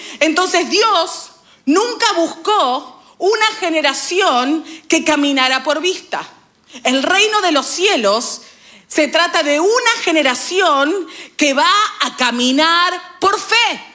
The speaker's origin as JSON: {"language": "Spanish", "country": "Argentina"}